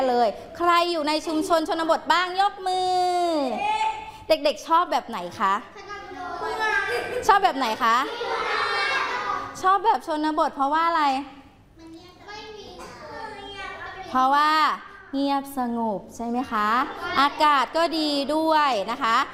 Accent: Phetchaburi, Thailand; now in Prachuap Khiri Khan, Thailand; อย่างเช่น … นั้นมีบ้านเกิดอยู่ที่จังหวัดเพชรบุรีและตอนนี้ … ก็ย้ายถิ่นฐานมาอยู่ที่จังหวัดประจวบคีรีขันธ์เพราะว่าคุณพ่อคุณแม่ทำงานอยู่ที่จังหวัดประจวบคีรีขันธ์นะคะ

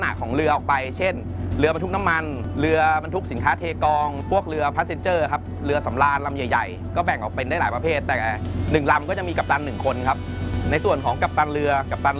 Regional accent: Phitsanulok, Thailand; moved away as an adult; พื้นเพผมเนี่ยเป็นคนจังหวัดพิษณุโลกจบการศึกษามัธยมจากโรงเรียนพิษณุโลกวิทยาคม

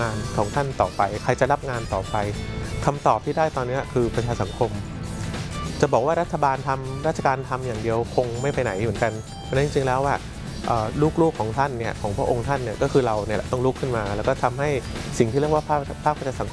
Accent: Bangkok, Thailand; เราเองคนกรุงเทพ

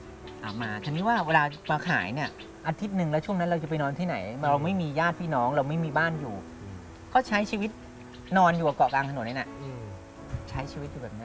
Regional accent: Lopburi, Thailand; บ้านผมอยู่ลพบุรีอยู่ลำลายที่ไอ้ผมเอามะนาวมาขาย

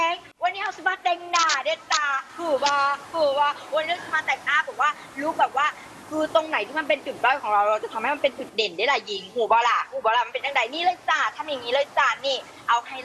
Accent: Phang Nga, Thailand; หนูต้องบอกว่าแม่หนูเป็นคนอีสานค่ะอุดรค่ะแต่พ่อต้องถึงภาคใต้ค่ะ

